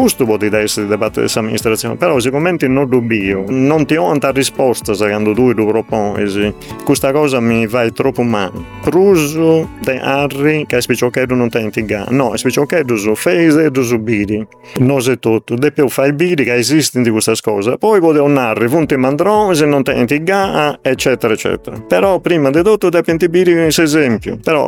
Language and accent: Italian; Sardinia, Italy; Poi, no, so sardo, se un testardo puro